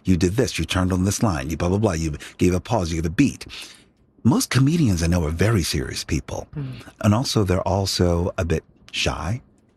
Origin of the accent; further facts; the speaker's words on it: Philadelphia, Pennsylvania, United States; inner city West Philadelphia, where a lot of blue collar folks. I was the first in my family to go to college